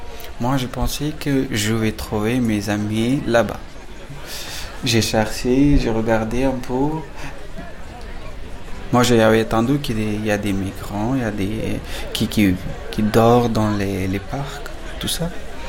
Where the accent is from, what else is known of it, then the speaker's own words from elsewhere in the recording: Afghanistan; French is a second language; moved away as an adult; now in France; J'ai 32 ans. Moi je viens d'Afghanistan. Je suis arrivé en France en 2015.